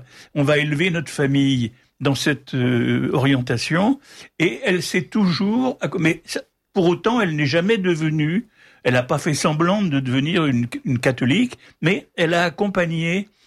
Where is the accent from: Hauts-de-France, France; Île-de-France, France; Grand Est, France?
Île-de-France, France; Paris; Non, j'étais parisien, j'allais dans l'Aveyron pour les petites vacances.